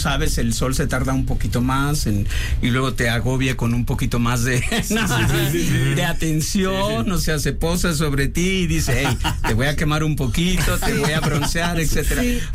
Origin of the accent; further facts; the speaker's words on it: Colima, Mexico; Yo soy de Colima, tus órdenes.